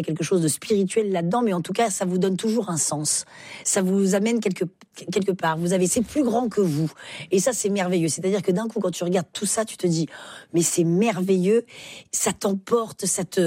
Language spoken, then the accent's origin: French; Occitanie, France; Oui, faut dire que je viens des Cévennes. Mmh. Donc, j'étais plutôt gardienne de chèvres.